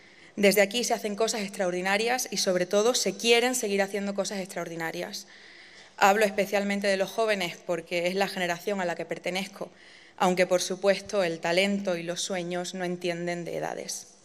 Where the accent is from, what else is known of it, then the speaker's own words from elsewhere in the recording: Almendralejo, Extremadura, Spain; born there; Yo nací en Almendralejo y empecé a escribir siendo muy, muy pequeña, con 8 años.